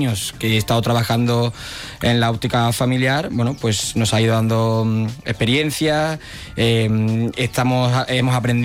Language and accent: Spanish; Huelva, Andalusia, Spain; Seguimos siendo los mismos onubenses, los mismos recreativistas de siempre